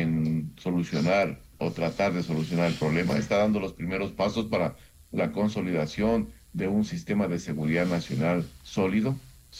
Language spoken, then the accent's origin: Spanish; Ecuador